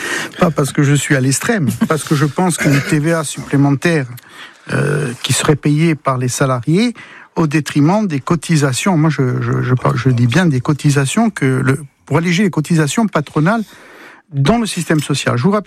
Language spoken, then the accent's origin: French; Corsica, France; Chez nous, en Corse, c'est pas pour rien.